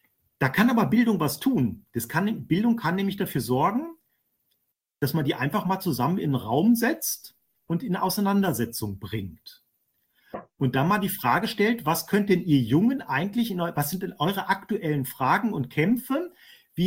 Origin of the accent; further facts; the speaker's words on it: Marburg, Hesse, Germany; moved away; also born or lived in Berlin; Ich komme aus Marburg.